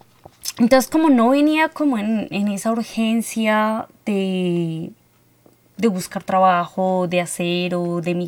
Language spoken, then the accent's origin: Spanish; Colombia; moved away as an adult; now in Australia; ¿tú de dónde eres? Y yo, Colombia.